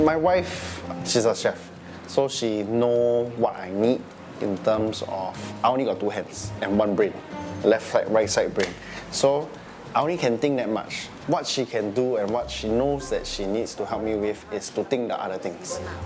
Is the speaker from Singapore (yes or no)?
yes; Singapore; As a Singaporean